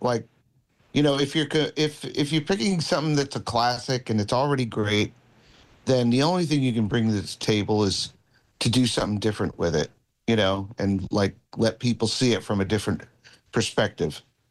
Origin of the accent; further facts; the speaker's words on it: New Jersey, United States; I'm from New Jersey